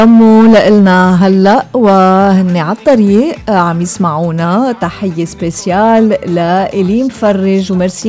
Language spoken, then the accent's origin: Arabic; Lebanon